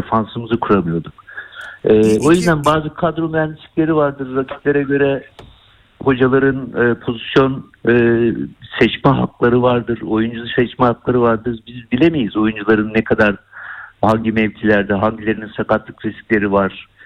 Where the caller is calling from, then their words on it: Istanbul, Turkey; ben İstanbul'da, Esenler'den arıyorum.